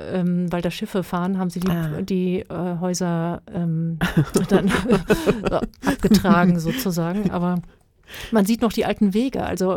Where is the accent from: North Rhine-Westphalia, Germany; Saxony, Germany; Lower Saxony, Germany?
North Rhine-Westphalia, Germany; born there; Ich komme aus der Nähe von so einem Ort, in dem genau das passiert ist. Also bin in der Nähe vom Biggesee geboren.